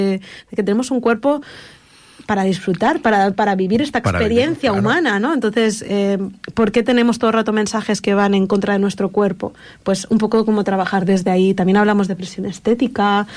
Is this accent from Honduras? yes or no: no; Sant Cugat del Vallès, Catalonia, Spain; yo lo que quería era poder favorecer a las librerías de mi pueblo, de San Cugat.